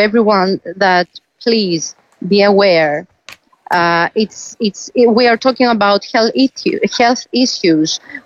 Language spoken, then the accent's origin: English; Greece; And as you mentioned, I'm coming from Greece and I'm here in Dublin